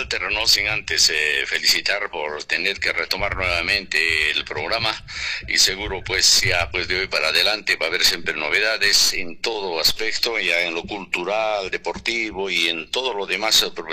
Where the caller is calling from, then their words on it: Santo Tomás, Cusco, Peru; aquí en Santo Tomás